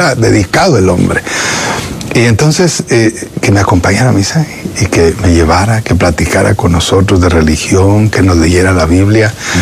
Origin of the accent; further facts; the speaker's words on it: Parral, Chihuahua, Mexico; also born or lived in Ciudad Juárez; nosotros llegamos con una familia migrante, nos trasladamos de Parral, Chihuahua, al sur del estado de Chihuahua, en México, hacia Ciudad Juárez en 1980.